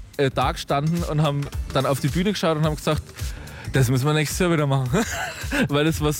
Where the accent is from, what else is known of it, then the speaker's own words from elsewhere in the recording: Münchberg, Bavaria, Germany; Also jetzt komme ich hier aus Münchberg und bin ja hier verwurzelt